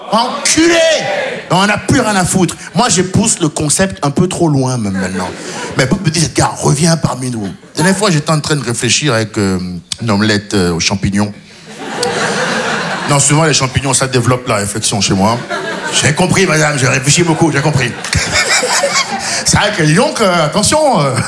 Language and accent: French; Benin; also born or lived in France; me dis, je suis franco-béninois. Ouais, mais je me dis maintenant, quand les impôts ils viennent, je suis béninois.